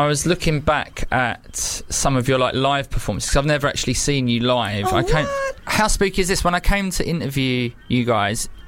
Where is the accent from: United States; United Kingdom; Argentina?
United Kingdom; Bexleyheath, London; Bexley Heath! Bro, you got to represent where you're from.